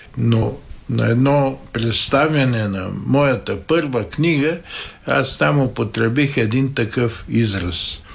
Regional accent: Sofia, Sofia City, Bulgaria; born there; also born or lived in Vidin; Детството си започнах в Видин, но след това се преместихме в София.

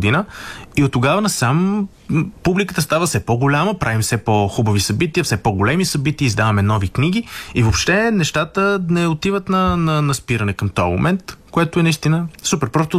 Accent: Sofia, Sofia City, Bulgaria; съм роден в София

